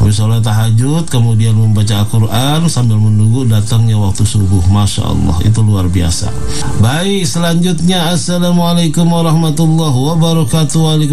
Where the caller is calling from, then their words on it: Pandeglang, Banten, Indonesia; Pak Kiai, saya dari Pandeglang.